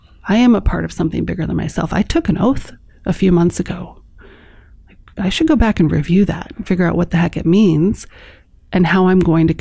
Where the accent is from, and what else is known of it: Chicago, Illinois, United States; born or raised there